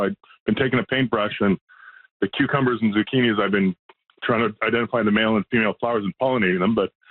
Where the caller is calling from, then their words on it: Prévost, Quebec, Canada; I'm actually in Prévost